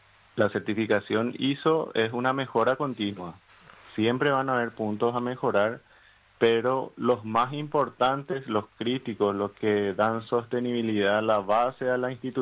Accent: Paraguay

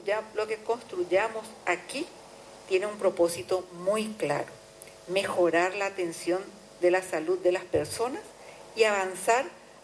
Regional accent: Paraguay; nosotros como paraguayos vamos a poder demostrarle a la región que si Paraguay puede, cualquier país de América Latina lo pueda lograr.

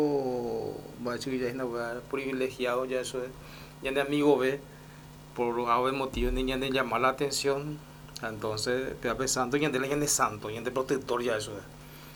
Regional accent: Paraguay; nuestra cultura, nuestra creencia, nuestra vivencia como pueblo paraguayo

